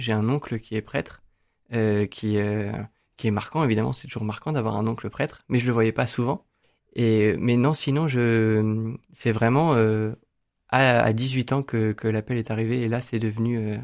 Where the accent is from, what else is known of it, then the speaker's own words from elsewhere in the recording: Rennes, Brittany, France; j'ai 29 ans et j'ai grandi à Rennes. J'ai passé tout mon collège lycée à Rennes